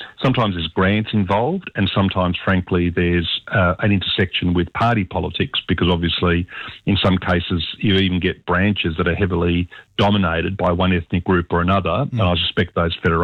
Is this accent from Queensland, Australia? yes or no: no; Sydney, New South Wales, Australia; moved away as an adult; now in Canberra, Australia; Both parents migrated from Italy, and I was born and raised in Sydney, then moved down to Canberra 40 years ago.